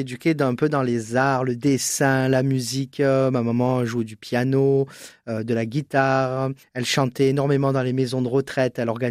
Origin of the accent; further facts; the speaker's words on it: Marseille, Provence-Alpes-Côte d'Azur, France; Je suis originaire de Marseille. Je suis né à Marseille. J'ai un petit frère. On a 6 ans et demi d'écart. Et on vient du quartier des Chartreux.